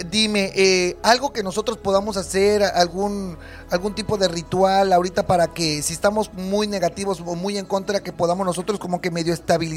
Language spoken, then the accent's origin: Spanish; Mexico; Compré mi bandera para que el público vea que soy mexicano